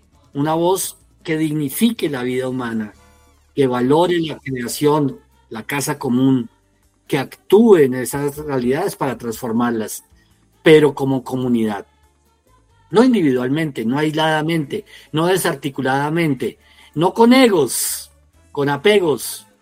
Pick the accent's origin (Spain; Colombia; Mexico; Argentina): Colombia